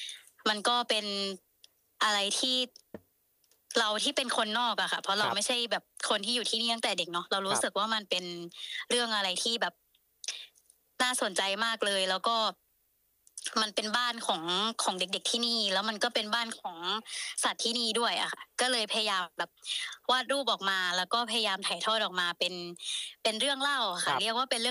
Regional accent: Bangkok, Thailand; ไม่ได้เป็นคนกระบี่ค่ะก็คือเป็นคนกรุงเทพค่ะ

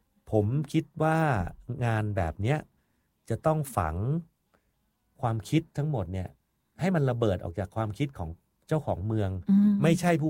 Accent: Bangkok, Thailand; moved away as an adult; now in Lamphun, Thailand; ผมซึ่งเป็นคนกรุงเทพมากกว่าครึ่งชีวิตเนี่ยนะ

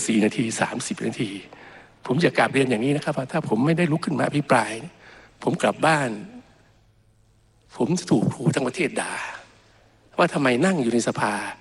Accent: Sisaket, Thailand; born there; ผมมาจากศรีสะเกษ

